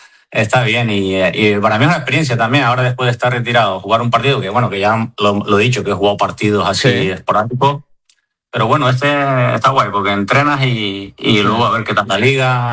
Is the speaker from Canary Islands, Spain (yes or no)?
yes; Arguineguín, Canary Islands, Spain; now in Madrid, Spain; Ahora sí que estuve en verano en mi pueblo, en Arineí, entrené con el equipo, que está Juan Carlos Valerón ahí de entrenador.